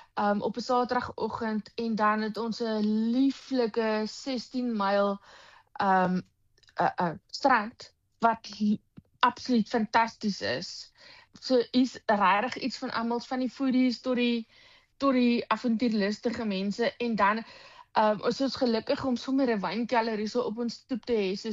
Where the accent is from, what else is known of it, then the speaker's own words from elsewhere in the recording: Darling, Western Cape, South Africa; ek het groot geword in Darling en so ek is gebore en getoe in hierdie area.